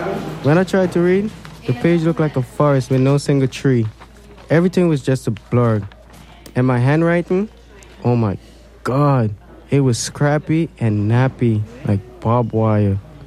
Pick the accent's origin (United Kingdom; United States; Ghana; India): Ghana; moved away; When I was growing up in Ghana